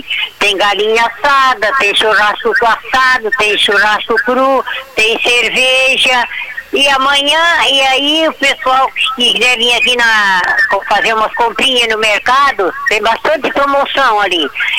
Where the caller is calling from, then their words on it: Brazil; Que nós somos brasileiros, nós temos que honrar o que somos nós.